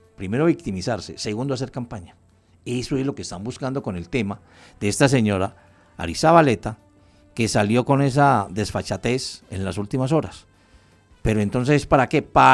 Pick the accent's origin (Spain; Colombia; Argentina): Colombia; porque yo también soy colombiano.